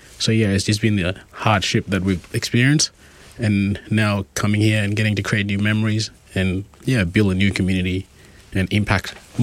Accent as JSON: {"language": "English", "country": "Australia", "also_born_or_lived": "South Sudan", "said": "I reflect on myself as a South Sudanese, but I'm also Australian, and I'm a proud Australian also."}